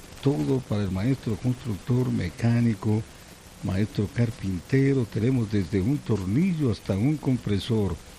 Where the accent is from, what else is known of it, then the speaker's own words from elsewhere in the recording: Ecuador; la música de nuestra querida patria ecuatoriana.